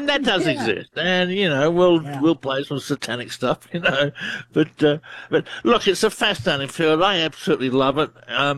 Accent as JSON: {"language": "English", "country": "Australia", "said": "which I thought was quite ironic because I'm from the Outback."}